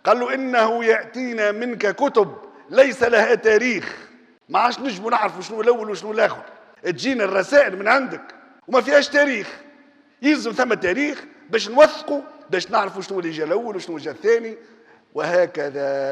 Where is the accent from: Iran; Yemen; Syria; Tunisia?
Tunisia; بلادنا تونس